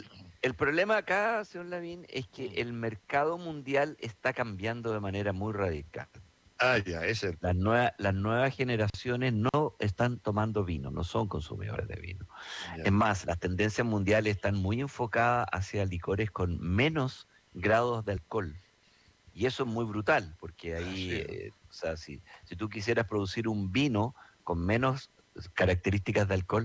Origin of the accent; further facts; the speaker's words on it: Chile; con mucho orgullo como chileno